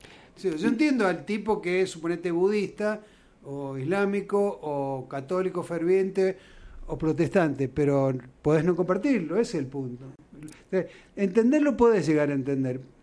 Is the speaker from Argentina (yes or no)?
yes; Argentina